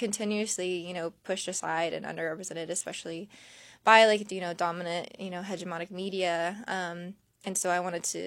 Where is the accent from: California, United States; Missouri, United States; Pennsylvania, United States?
California, United States; Santa Clarita; also born or lived in San Diego, California; I grew up in Santa Clarita, California. It's like just north of LA.